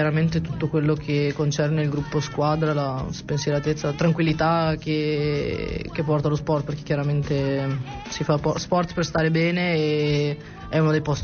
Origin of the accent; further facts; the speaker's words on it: Cittadella, Veneto, Italy; nel paese in cui vivo, perché vengo da Cittadella.